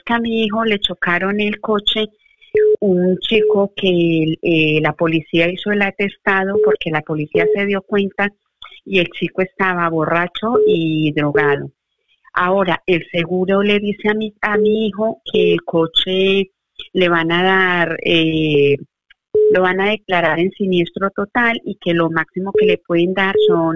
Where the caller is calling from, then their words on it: Valencia, Valencian Community, Spain; llamo desde Valencia.